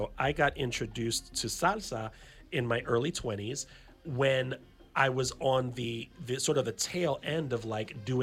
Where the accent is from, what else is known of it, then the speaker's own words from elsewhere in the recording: New York City, New York, United States; first language English; So I'm born and raised Bronx, Puerto Rican, Bronx, New Yorkican, born and raised in the Bronx, to parents from Puerto Rico, from Salinas and Guayama. And however, I grew up in a household where Spanish was in the background, but English